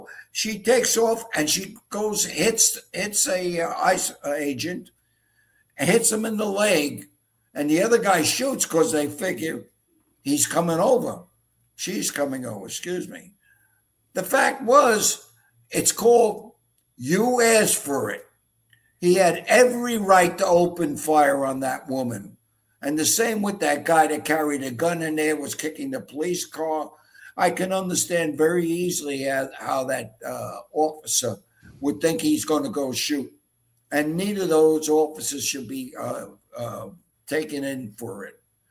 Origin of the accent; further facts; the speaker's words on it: Brooklyn, New York, United States; born there; accent: Brooklyn; Yeah, that basically, I was born in Brooklyn, New York. You could never tell from the accent.